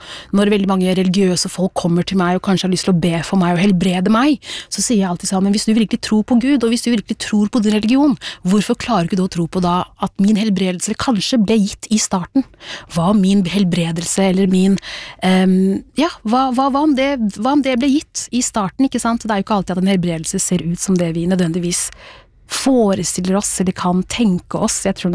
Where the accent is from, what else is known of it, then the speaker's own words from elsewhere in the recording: Rakkestad, Østfold, Norway; also born or lived in Sierra Leone / Oslo; så ble jeg hentet, fra Sierra Leone til Norge, og bodde da der I Rakkestad kommune fra jeg var 3 år til 12 år gammel. Da flyttet vi til Oslo.